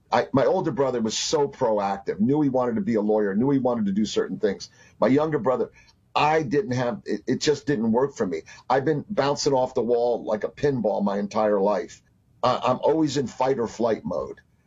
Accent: Florida, United States; the book is a story about a kid growing up in Florida, and it tells my backstory

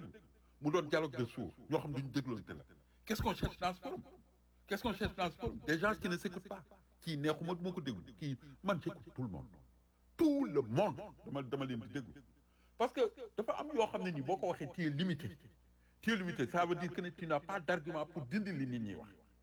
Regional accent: Senegal; En tant que Sénégalais

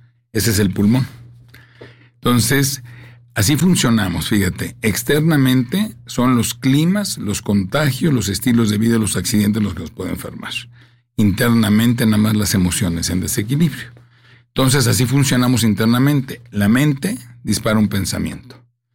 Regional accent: Tijuana, Baja California, Mexico; Yo crecí en Tijuana.

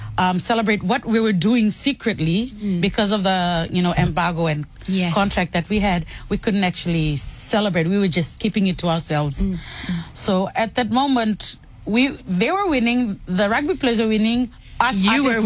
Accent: Central Division, Fiji; now in Suva, Fiji; I'm from Tailevu, Nananu Tailevu, maternal links to Wainimbuka Nayavu, also part of Tailevu.

